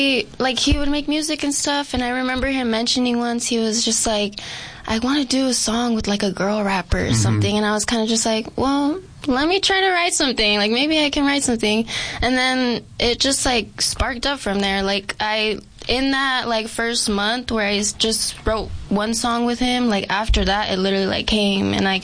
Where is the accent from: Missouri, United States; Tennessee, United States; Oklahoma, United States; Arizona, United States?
Arizona, United States; Yuma; Yes, I am born and raised in Yuma.